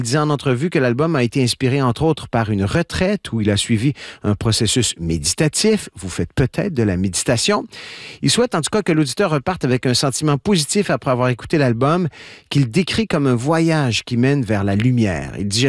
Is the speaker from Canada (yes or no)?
yes; Canada; il sera au printemps prochain chez nous au Canada pour s'arrêter à Vancouver, Toronto et Montréal.